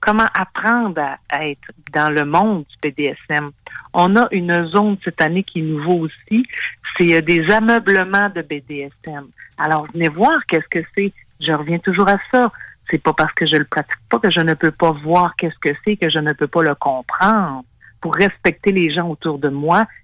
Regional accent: Quebec, Canada; Ben, c'est parce qu'à la base, on vient du Saguenay, hein, vous comprenez?

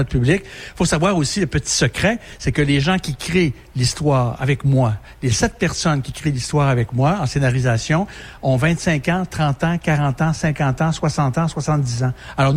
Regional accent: Quebec, Canada; moved away as an adult; also born or lived in Montreal; Moi, je suis natif de la région du Saguenay.

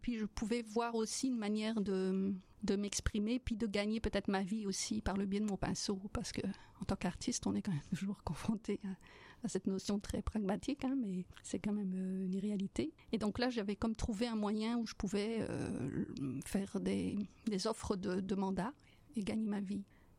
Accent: Belgium; j'étais en liste d'attente en tant que Belge.

